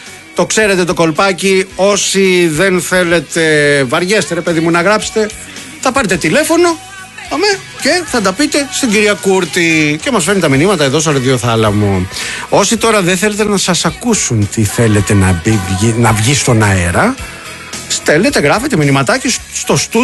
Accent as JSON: {"language": "Greek", "town": "Monemvasia", "region": "Peloponnese", "country": "Greece", "moved": "yes", "said": "σας στέλνει τρεις ημέρες στα μέρη μου κάτω στη Μονεβασιά"}